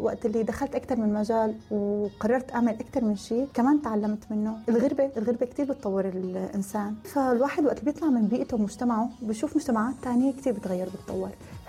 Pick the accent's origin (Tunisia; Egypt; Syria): Syria; now in United Arab Emirates; ونحن كسوريين محبوبين بالإمارات. يعني أنا عن تجربتي، أنا سلال تجربتي شي 7 سنين تاكب، بس نحن كسوريين شعب محبب بالإمارات.